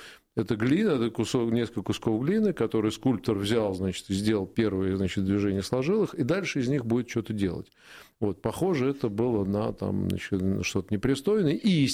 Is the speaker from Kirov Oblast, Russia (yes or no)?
no; Moscow, Russia; И, конечно, я как москвич, например, ну, это ужас.